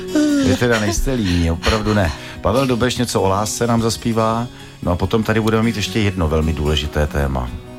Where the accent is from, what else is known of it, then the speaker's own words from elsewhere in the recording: South Moravian Region, Czechia; Já jsem sice z Jižní Moravy, ale tuším, že Lenora není řeka